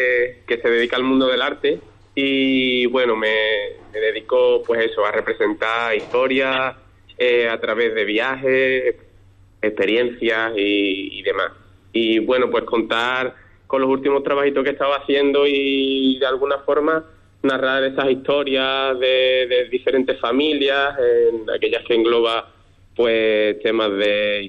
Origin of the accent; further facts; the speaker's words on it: Ayamonte, Andalusia, Spain; Sí, a ver, yo soy de Ayamonte